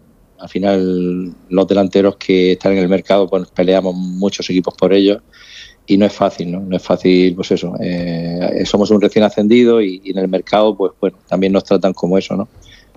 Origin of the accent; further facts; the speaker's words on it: Spain; disfrutamos como españoles que somos de ese gran logro, ¿no?